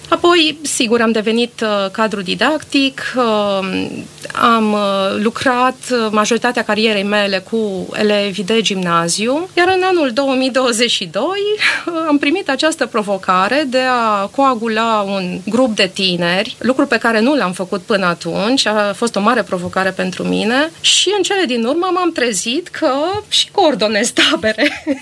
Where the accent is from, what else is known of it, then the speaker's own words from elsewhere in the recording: Târgu Mureș, Mureș County, Romania; born there; Eu m-am născut în Târgu Mureș și o perioadă de aproximativ 6-7 ani am activat în Liga Tineretului Ortodox.